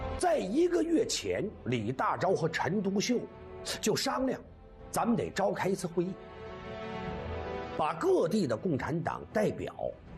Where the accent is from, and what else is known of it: China